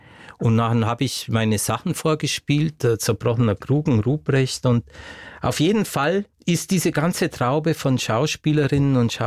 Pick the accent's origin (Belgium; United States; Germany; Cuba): Germany; Bavaria; accent: Swabian-Bavarian dialect